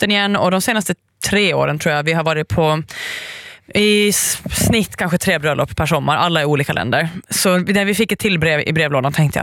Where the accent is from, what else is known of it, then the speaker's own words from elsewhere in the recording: Åland Islands; jag är född och uppvuxen på Åland.